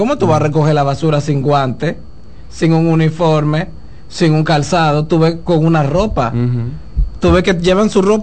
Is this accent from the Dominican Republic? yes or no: yes; Dominican Republic; intento no maquillar mi realidad cultural, de que soy dominicano, cuál es la realidad de aquí